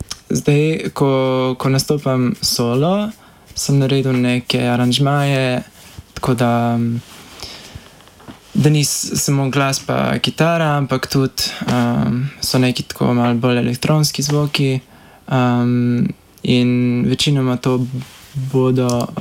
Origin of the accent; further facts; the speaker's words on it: Banja Luka, Republika Srpska, Bosnia & Herzegovina; also born or lived in Belgrade; now in Ljubljana, Slovenia; Ja, tako živim v Ljubljani, tukaj študiram, pač iz Banjaluke sem.